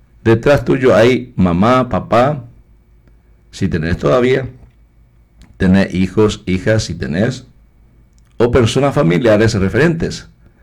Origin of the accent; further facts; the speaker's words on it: Paraguay; Yo, como paraguayo, quiero que mi país sea diferente.